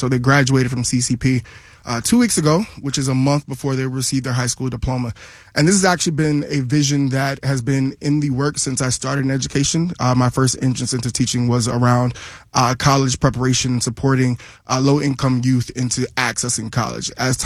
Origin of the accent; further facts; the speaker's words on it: Hartsville, South Carolina, United States; now in Philadelphia, United States; I am originally from South Carolina, very small town, Hartsville. Shout out to the small town of Hartsville. But have been in Philadelphia for the past 11 years now, so given that I live in Germantown, Uptown, I think it's safe to say that Philadelphia is home.